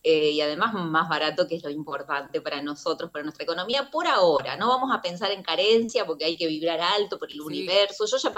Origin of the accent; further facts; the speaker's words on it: Reconquista, Santa Fe, Argentina; Reconquista.